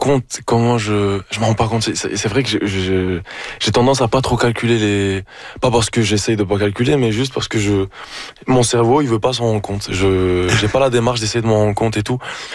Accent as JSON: {"language": "French", "country": "Spain", "tie": "born or raised there", "moved": "yes", "said": "je suis né là-bas"}